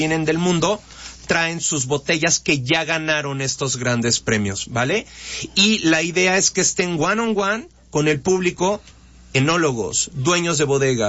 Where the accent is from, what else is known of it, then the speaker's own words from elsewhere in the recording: Mexico; yo como mexicano dirigiendo las Américas